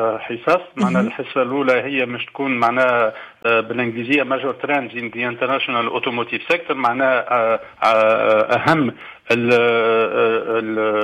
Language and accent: Arabic; Tunisia